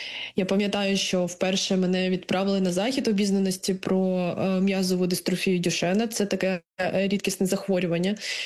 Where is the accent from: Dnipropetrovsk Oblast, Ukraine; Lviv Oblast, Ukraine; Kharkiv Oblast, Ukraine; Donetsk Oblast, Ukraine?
Kharkiv Oblast, Ukraine; Kharkiv; Так, я з Харкова. Там народилися, і кілька поколінь моєї родини проживало в Харкові.